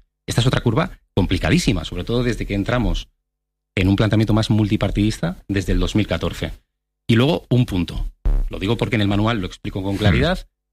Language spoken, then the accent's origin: Spanish; San Sebastián, Basque Country, Spain; now in Madrid, Spain; Tú y yo somos de Donosti. Llevamos ya muchísimos años en Madrid. Yo suelo decir un poco en broma que, en fin, yo ya llevo viviendo más en Madrid que en Donosti.